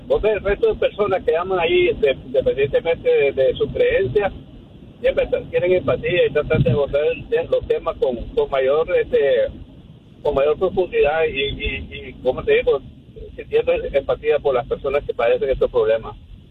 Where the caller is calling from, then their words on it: New York, United States; Estamos contentos aquí en Nueva York. En Nueva York ya estamos calientes.